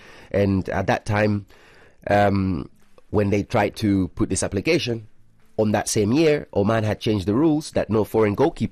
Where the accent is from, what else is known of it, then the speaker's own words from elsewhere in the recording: Tanzania; So I remember growing up in Tanzania.